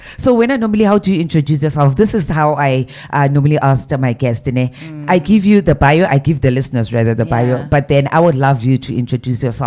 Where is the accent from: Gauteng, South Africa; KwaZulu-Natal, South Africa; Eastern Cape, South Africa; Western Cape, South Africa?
Gauteng, South Africa; Katlehong; Because I'm from Katleho